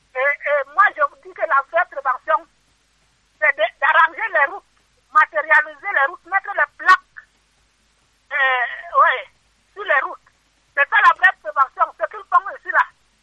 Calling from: Manassa, Cameroon; Je vais bien, je suis à Manassa.

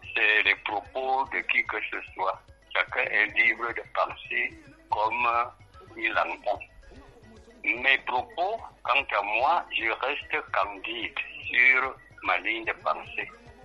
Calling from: Cameroon; Je vis au Cameroun comme si je vivais dans une forêt seule.

